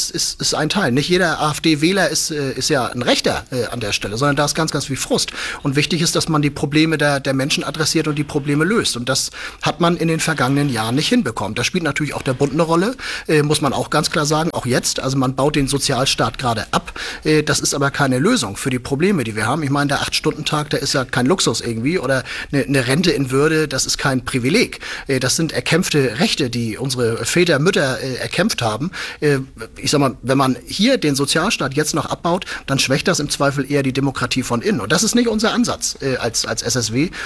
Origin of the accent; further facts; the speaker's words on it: Flensburg, Schleswig-Holstein, Germany; ich komme ja aus Flensburg